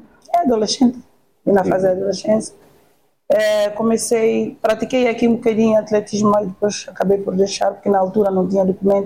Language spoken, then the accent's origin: Portuguese; São Tomé & Príncipe; now in Portugal; sou natural de São Tomé e Príncipe. Já estou em Portugal há 29 anos e fui atleta em São Tomé e Príncipe.